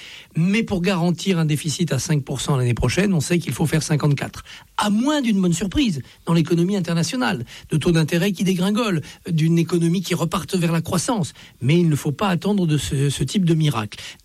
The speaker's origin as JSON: {"language": "French", "region": "Auvergne-Rhône-Alpes", "country": "France", "said": "je suis de Haute-Savoie."}